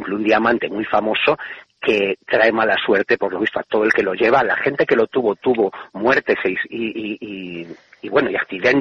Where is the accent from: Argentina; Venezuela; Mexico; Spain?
Spain; nos toca a nosotros como españoles de muy cerca.